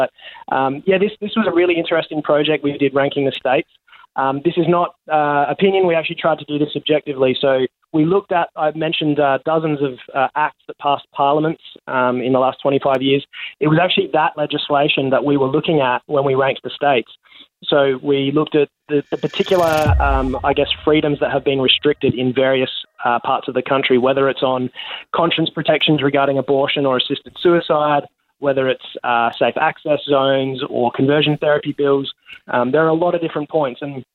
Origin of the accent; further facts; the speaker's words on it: South Australia, Australia; my home state of South Australia